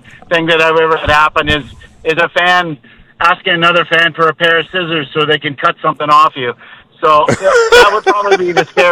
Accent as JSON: {"language": "English", "region": "Ontario", "country": "Canada", "tie": "born there", "said": "I was born in Ontario"}